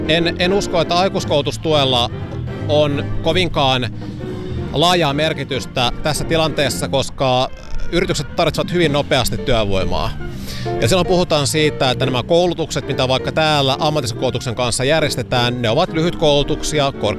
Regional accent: Rauma, Satakunta, Finland; Meillä Raumalla

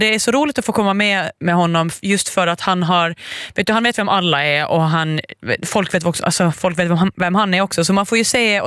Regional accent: Åland, Åland Islands; moved away as an adult; now in Sweden; som ålänning och som har bott i Sverige nästan hela mitt vuxna liv

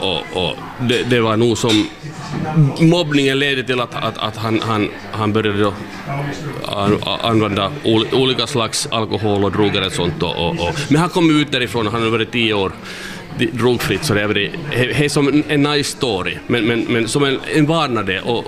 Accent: Kokkola, Central Ostrobothnia, Finland; moved away as an adult; now in Nykarleby, Finland; jag är uppväxt i Karleby och nära Karleby finns en plats som heter Öja, och där har jag tillbringat på en ö min barndom

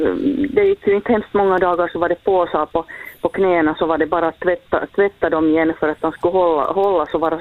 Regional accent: Hanko, Uusimaa, Finland; jag har vuxit upp i Hange

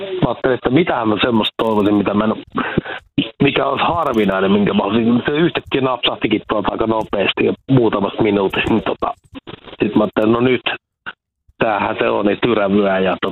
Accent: Lahti, Päijät-Häme, Finland; moved away as an adult; now in Kouvola, Finland; En, mä oon Lahdesta kotosi, että 2003 muutin tänne Kouvolaan ja kiersin koko Kouvolaan ympäri ja sitten asetuttiin perheen kanssa tähän Korjalle 2016.

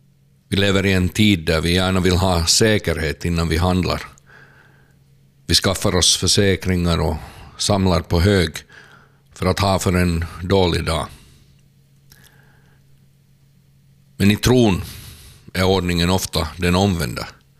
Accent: Kokkola, Central Ostrobothnia, Finland; och jag är från Karleby.

